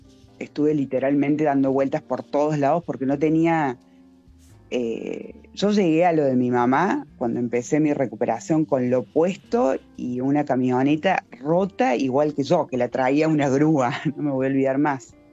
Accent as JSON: {"language": "Spanish", "region": "Córdoba", "country": "Argentina", "moved": "yes", "said": "el 18 de abril del 2023, yo llego acá en Córdoba, yo soy cordobesa."}